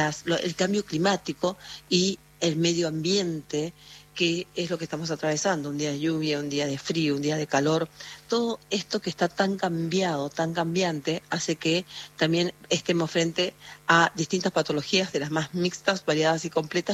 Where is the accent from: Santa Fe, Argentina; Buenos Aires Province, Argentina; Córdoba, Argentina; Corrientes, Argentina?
Corrientes, Argentina; Bellavista; born or raised there; now in Buenos Aires, Argentina